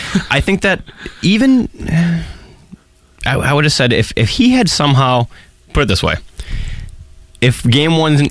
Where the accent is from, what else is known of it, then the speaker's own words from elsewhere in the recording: Boston, Massachusetts, United States; So obviously, growing up in Boston, I've been to the Garden and the Fleet Center.